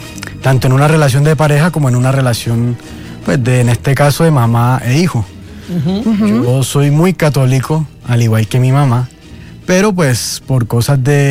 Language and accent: Spanish; Cartagena, Bolívar, Colombia; Yo soy de Cartagena.